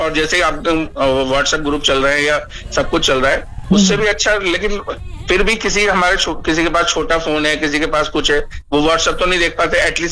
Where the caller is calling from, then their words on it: Moradabad, Uttar Pradesh, India; और मैं बुद्धि विहार मुरादाबाद से हूँ।